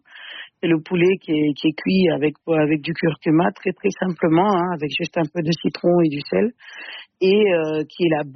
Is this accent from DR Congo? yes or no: no; Mayotte; je fais la production de riz, de riz complet, de riz padi, on appelle ça chez nous à Mayotte. C'est une tradition que nous avons depuis très très longtemps